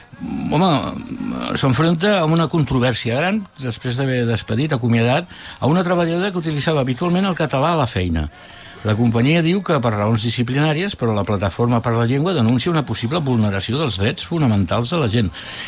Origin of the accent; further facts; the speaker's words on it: Catalonia, Spain; Catalan is a second language; jo sóc català, els meus pares eren catalans, però els meus avis són de fora, com molta gent